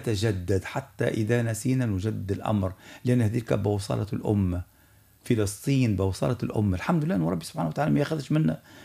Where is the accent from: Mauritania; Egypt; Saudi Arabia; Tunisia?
Tunisia; عندنا في تونس